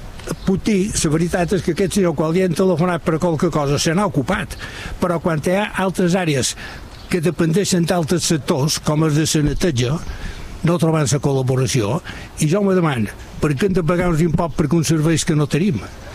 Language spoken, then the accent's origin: Catalan; Inca, Balearic Islands, Spain; born there; moved away as an adult; now in Cala Sant Vicenç, Spain; Jo som d'Inca, jo vaig néixer a Inca, però som Sant Vicenter de vocació.